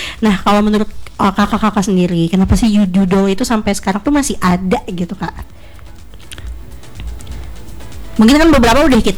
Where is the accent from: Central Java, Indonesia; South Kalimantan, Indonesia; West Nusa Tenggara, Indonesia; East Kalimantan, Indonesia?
South Kalimantan, Indonesia; Banjarmasin; Tapi fun fact, saya asli Banjarmasin tapi muka saya kayak orang Dayak, Kak.